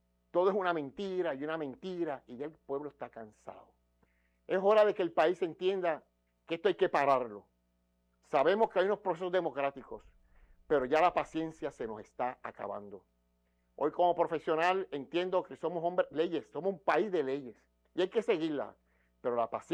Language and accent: Spanish; Puerto Rico; born there; como puertorriqueño que ama esta tierra, que nací aquí y adoro mi tierra.